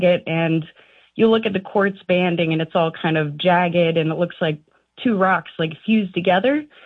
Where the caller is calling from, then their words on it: Marquette, Michigan, United States; I'm calling from Marquette, Michigan.